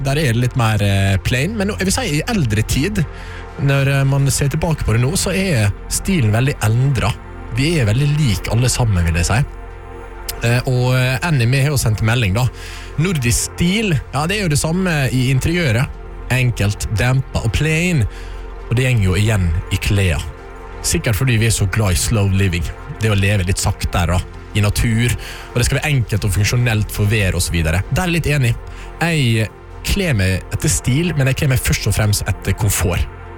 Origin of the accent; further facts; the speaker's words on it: Møre og Romsdal, Norway; på Sunnmøre, der jeg ble oppvokst, der jeg vokste opp